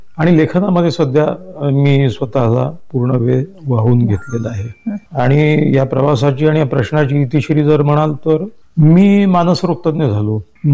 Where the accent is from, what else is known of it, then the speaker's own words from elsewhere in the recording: Akola, Maharashtra, India; born there; मी Holy Cross convent स्कूलमध्ये होतो अकोल्याला.